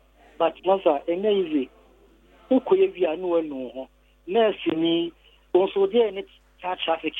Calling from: Ekiti, Nigeria; I'm calling from Ekiti.

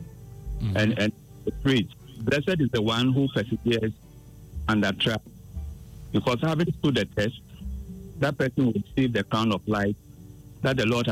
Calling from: Tema, Greater Accra, Ghana; Calling from Tema.

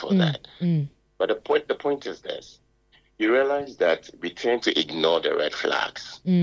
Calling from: Accra, Greater Accra, Ghana; I'm calling from Accra.

